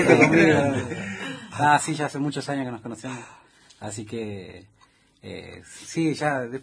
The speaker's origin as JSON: {"language": "Spanish", "region": "Buenos Aires", "country": "Argentina", "said": "Yo soy de Buenos Aires"}